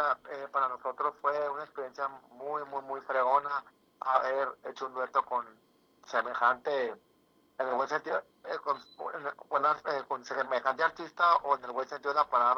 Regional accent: Mazatlán, Sinaloa, Mexico; Y somos aquí oriundos de Mazatlán

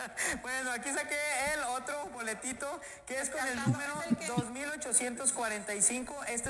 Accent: Peribán, Michoacán, Mexico; Ay, señores, yo soy de Peribán, no de Los Reyes.

